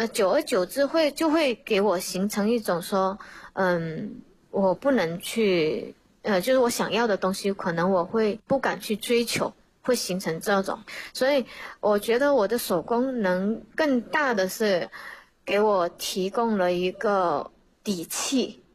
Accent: Chaozhou, Guangdong, China; 我们潮州人就会买很多东西

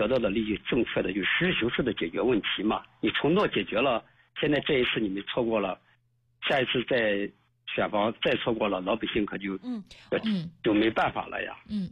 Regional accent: Xuzhou, Jiangsu, China; now in Xinjiang, China; 因为我在新疆做生意，不在咱们徐州老家当地。

